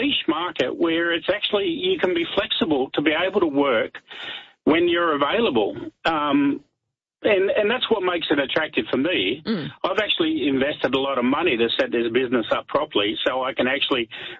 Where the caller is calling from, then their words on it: Australia; I'm Aussie.